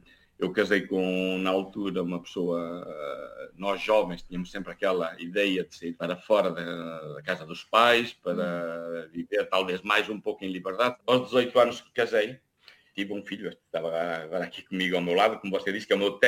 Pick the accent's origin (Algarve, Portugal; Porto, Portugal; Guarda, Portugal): Guarda, Portugal; moved away as an adult; eu sou português genuíno, nasci e criado até aos 19 anos na Guarda, melhor dito, numa pequena aldeia que se chama 30, uma pequena região industrial, hoje já não, porque os têxteis faliram